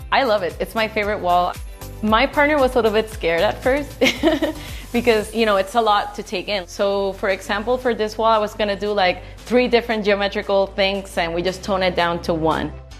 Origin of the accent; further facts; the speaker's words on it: San Juan, Puerto Rico; I'm originally from Puerto Rico, and I have lived my whole life in San Juan. I've moved from area to area, but I've always stayed in the same city. I live in the center of an area that is very urban. It's the city, but I can just take a 10-minute drive and get to the beach here in Ocean Park